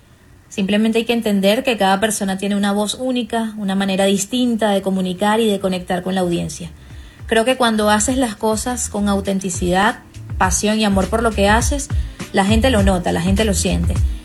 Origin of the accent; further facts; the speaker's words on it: Venezuela; born there; fue ver muy de cerca a Venezuela, mi país natal, quedar campeona del Clásico Mundial de Béisbol en su última edición.